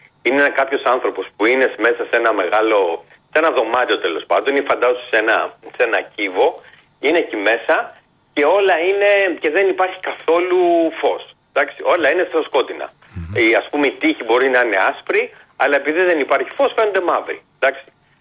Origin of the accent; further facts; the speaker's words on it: Nigeria; now in Ireland; Αλλά εγώ εντάξει, μένω στην Ιρλανδία, είμαι από την Αιγυρία, αλλά εγώ κατά βάθος είμαι Έλληνας.